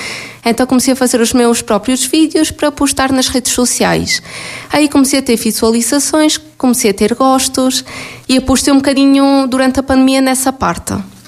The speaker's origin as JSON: {"language": "Portuguese", "town": "Campo Maior", "region": "Alentejo", "country": "Portugal", "tie": "born or raised there", "said": "Comecei aos 9 anos, num projeto da minha terra, Campo Maior."}